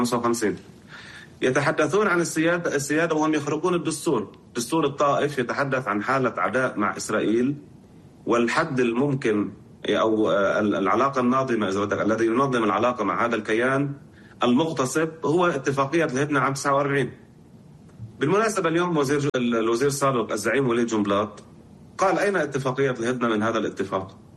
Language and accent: Arabic; Lebanon; وأكيد أنا كلبناني